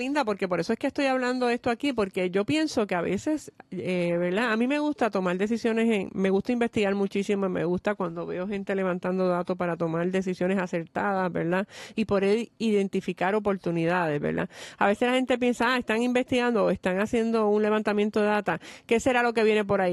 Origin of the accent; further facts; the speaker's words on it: Trujillo Alto, Puerto Rico; Yo soy trujillana, by the way.